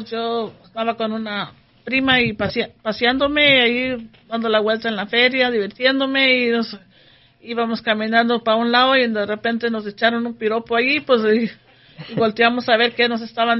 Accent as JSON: {"language": "Spanish", "region": "California", "country": "United States", "said": "y yo soy de aquí, de California."}